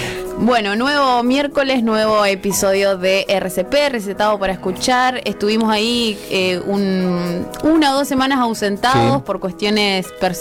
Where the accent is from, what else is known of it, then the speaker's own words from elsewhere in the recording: San Jaime de la Frontera, Entre Ríos, Argentina; desde mi pueblo querido, San Jaime de la Frontera